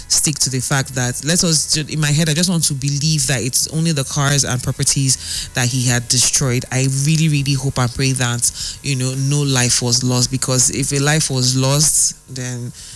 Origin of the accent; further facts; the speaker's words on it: Nigeria; as a Nigerian